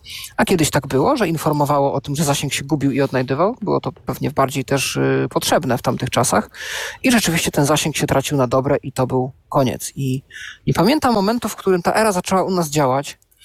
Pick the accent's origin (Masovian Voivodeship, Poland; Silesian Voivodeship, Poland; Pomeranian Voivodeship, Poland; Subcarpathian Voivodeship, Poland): Silesian Voivodeship, Poland; Knurów; w domu u nas w Knurowie